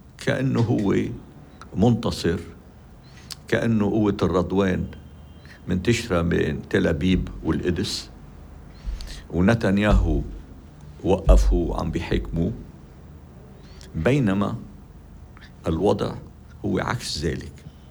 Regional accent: Lebanon; نحن كلبنانيين وكجمهورية لبنانية

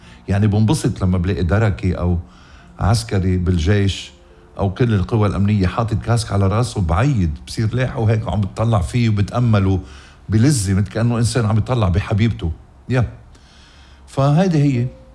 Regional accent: Lebanon; يا بلدي لبنان

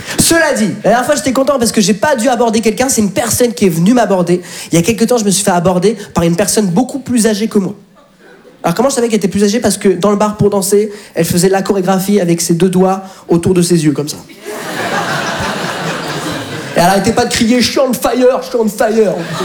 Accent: France; Je dis, mais papa, mais on est de France.

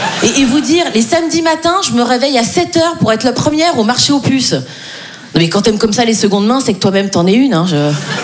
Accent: Switzerland; parce que je suis suisse.

